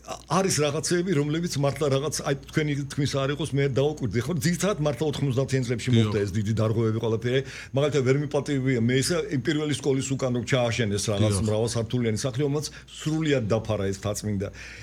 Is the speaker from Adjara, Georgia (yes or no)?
no; Tbilisi, Georgia; რუსთაველის გამზედიდან, სადაც მე გავიზარდე პირველი სკოლა დაამთავრე მთელი ცხოვრება იქ ვიყავი